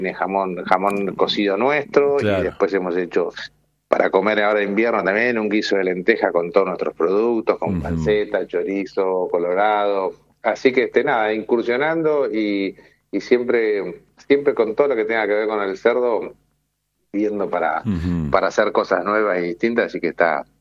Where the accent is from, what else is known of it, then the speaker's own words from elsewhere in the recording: San Antonio de Areco, Buenos Aires Province, Argentina; Areco es un pueblo muy tradicional. Bueno, yo soy nacido y criado acá, así que soy muy orgulloso de mi pueblo.